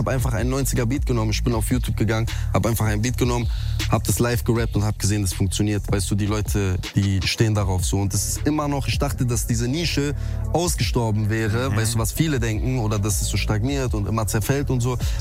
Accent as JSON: {"language": "German", "region": "North Rhine-Westphalia", "country": "Germany", "said": "Aber ich komme ja aus NRW, ich komme aus Ding"}